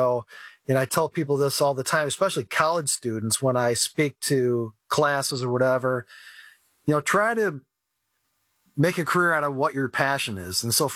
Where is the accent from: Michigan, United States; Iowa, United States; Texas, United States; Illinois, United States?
Michigan, United States; Lansing; I grew up in Lansing and played both sports at Lansing Catholic Central.